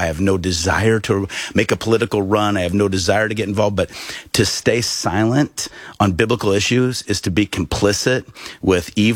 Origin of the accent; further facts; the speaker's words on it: Peoria, Illinois, United States; Because I grew up in Peoria, Illinois, which was a melting pot and a test market for everything.